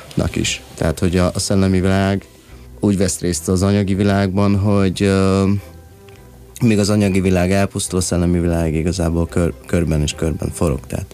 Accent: Hungary; born there; Bármennyire is magyar kultúrában nevelkedtem

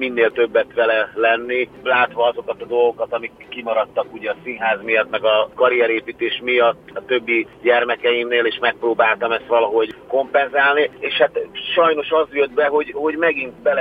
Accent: Nyíregyháza, Szabolcs-Szatmár-Bereg, Hungary; aminek lesz Nyíregyházán is, hogyha ott jársz itt a szülővárosunkban

